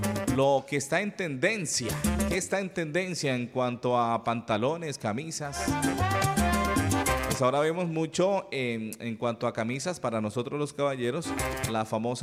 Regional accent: Colombia; Somos pocos, buenos y orgullosos colombianos.

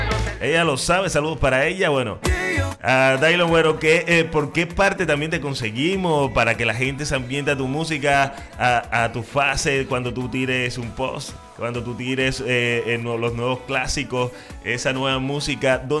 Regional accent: Magangué, Bolívar, Colombia; Nosotros los mangueleños

